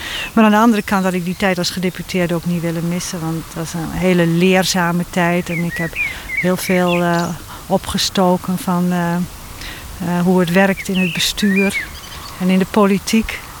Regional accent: Drenthe, Netherlands; also born or lived in east of the Netherlands / North Brabant / Twente; Daar ben ik geboren. En met een korte onderbreking in Brabant. Eigenlijk toch vooral in Drenthe opgegroeid. Twente, Drenthe.

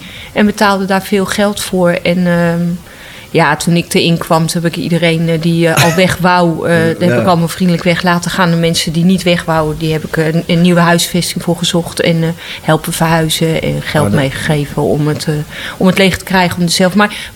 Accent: Utrecht, Netherlands; born there; Ik ben op de Oude Gracht geboren.

